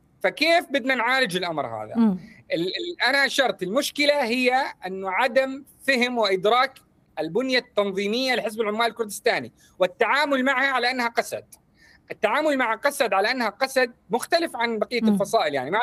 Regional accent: Al-Awda, Syria; بقتل مدني أعزل في قرية العودة، وهي قريتي على فكرة.

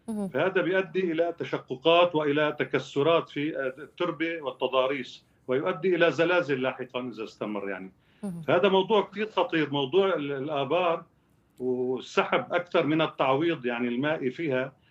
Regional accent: Syria

